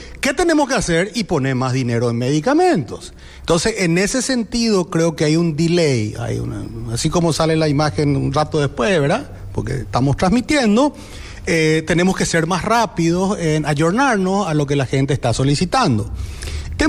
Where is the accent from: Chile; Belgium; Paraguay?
Paraguay; ¿Qué somos los paraguayos?